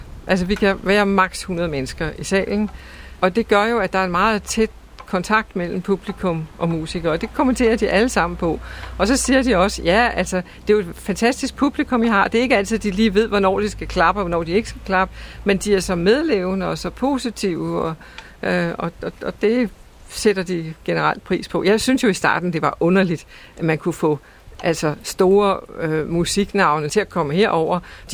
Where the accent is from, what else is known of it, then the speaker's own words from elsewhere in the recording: Zealand, Denmark; also born or lived in Copenhagen; now in Ærø, Denmark; i min barndom på Sydsjælland, hvor gårdene var små